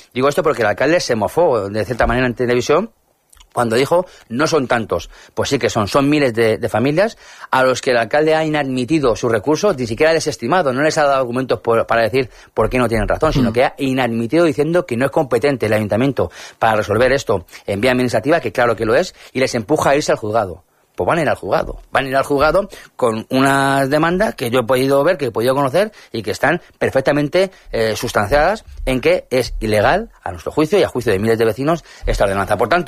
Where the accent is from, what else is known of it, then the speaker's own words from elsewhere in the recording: Torrejón de Ardoz, Community of Madrid, Spain; Yo soy de Torrejón de toda la vida y no hay nada que me ilusione, que me mueva más que poder tener la posibilidad de transformar mi ciudad